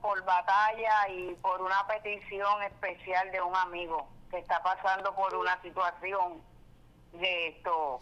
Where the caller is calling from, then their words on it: Carolina, Puerto Rico; de Carolina.